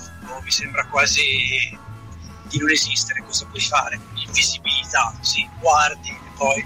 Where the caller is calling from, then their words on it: Bucinasco, Lombardy, Italy; da Bucinasco